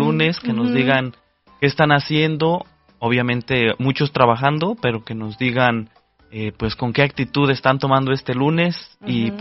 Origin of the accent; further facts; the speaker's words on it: Guadalajara, Jalisco, Mexico; Yo también soy de Guadalajara, ¿eh? Bueno, de Jalisco.